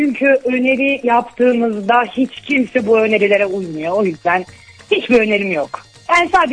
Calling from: Rize, Turkey; Rize'den arıyorum.

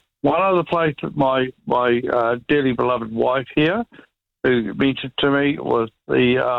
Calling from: Upper Hutt, Wellington, New Zealand; We're here now. We're in Upper Hutt.

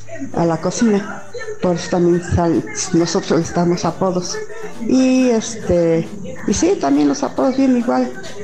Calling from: Tulancingo, Hidalgo, Mexico; de Tulancingo.

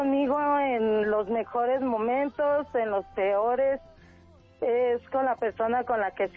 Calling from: Tlalnepantla, State of Mexico, Mexico; Estoy aquí en Tlanecantla.

